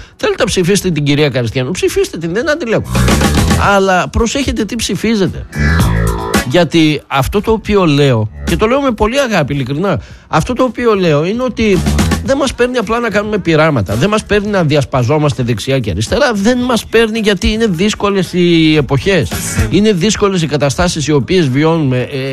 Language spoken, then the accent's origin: Greek; Greece; Μήπως, λέω, μήπως θα υποφεληθούμε κι εμείς σαν Έλληνες.